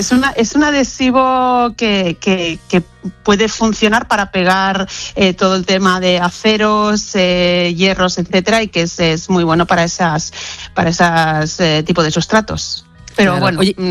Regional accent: Barcelona, Catalonia, Spain; Yo soy de Barcelona

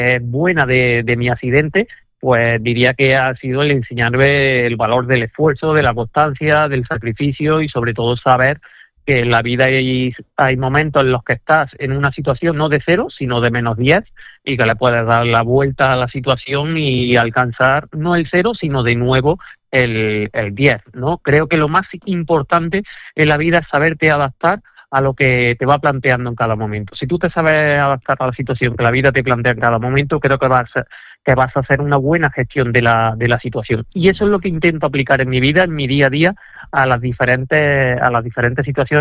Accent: Córdoba, Andalusia, Spain; para nuestra Andalucía y para Córdoba

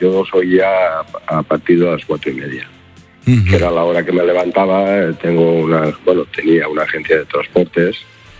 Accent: Gandia, Valencian Community, Spain; yo desde entonces, yo soy de Gandía, aquí en Gandía, toda la gente de la época aquella, todos los amigos míos

